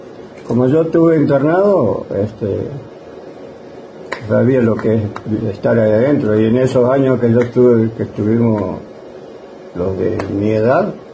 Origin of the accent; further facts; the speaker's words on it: Gualjaina, Chubut, Argentina; como yo era criado ahí en Gualjaina